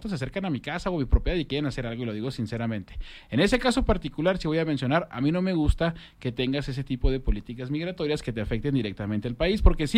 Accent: Mexico; Yo lo voy a decir como mexicano, estamos de acuerdo.

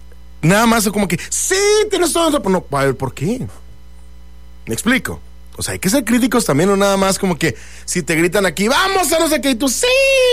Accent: Mexico; Nosotros como mexicanos

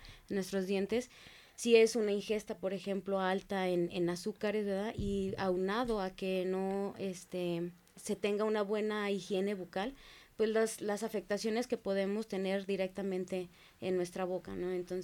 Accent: Zacatecas, Mexico; soy aquí de Zacatecas

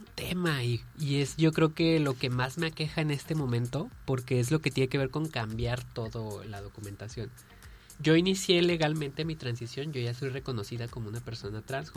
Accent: Zapopan, Jalisco, Mexico; moved away as an adult; now in Colima, Mexico; Yo soy de Guadalajara, de Zapopan, Jalisco.

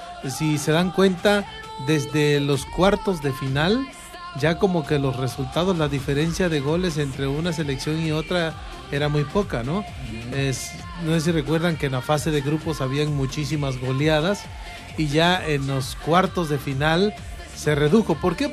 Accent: Mexico; nosotros como mexicanos nada más vamos a estar como espectadores

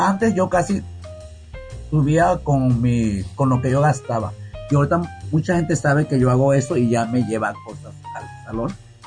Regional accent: Marquelia, Guerrero, Mexico; moved away; en mi pueblo Marquela, yo ahí tengo un saloncito

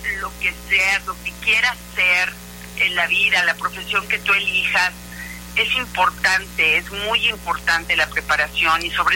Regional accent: Acapulco, Guerrero, Mexico; Yo crecí en Acapulco. Para mí Guerrero es mi tierra.

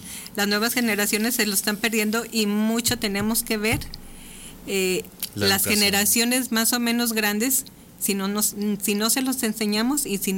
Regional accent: San José de Gracia, Aguascalientes, Mexico; soy de San José de Gracia

